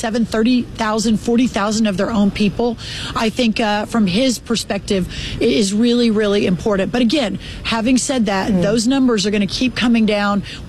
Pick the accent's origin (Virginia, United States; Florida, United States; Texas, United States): Texas, United States; Glen Rose; also born or lived in Dallas, Texas; The town where I was born, Dallas, Texas, grew up about an hour and a half south of here in tiny little Glen Rose, Texas.